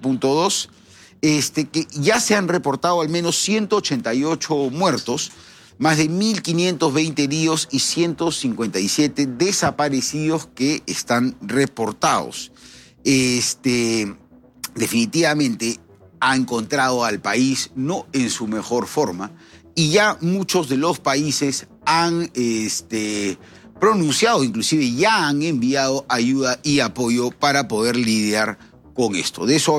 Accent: Peru

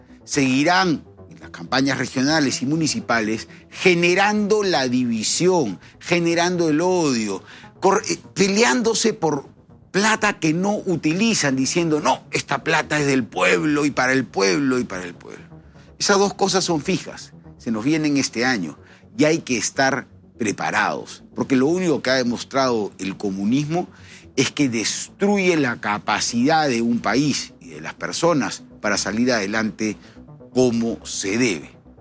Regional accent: Peru

